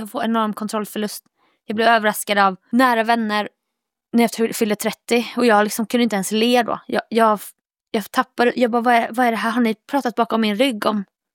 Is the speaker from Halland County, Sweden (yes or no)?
no; Jönköping, Jönköping County, Sweden; moved away as an adult; jag körde ett gig i min hemstad. Som då Jönköpingsdottern